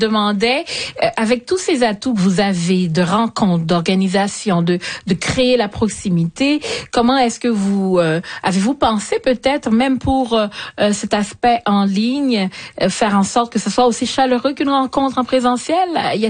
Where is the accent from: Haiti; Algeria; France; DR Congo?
Haiti; qui a beaucoup roulé aussi à travers les radios dans mon pays d'origine, en Haïti. On grandit aussi avec.